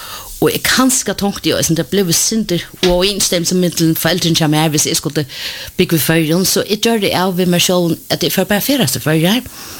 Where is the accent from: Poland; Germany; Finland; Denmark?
Denmark; Ja, jeg er født i Danmark.